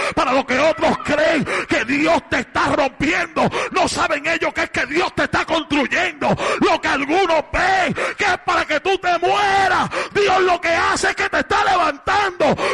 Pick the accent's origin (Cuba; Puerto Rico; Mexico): Puerto Rico; Loíza; yo soy del mejor pueblo que tiene Puerto Rico, que es el pueblo de Loíza. Y me acostumbré a estar metido en la playa.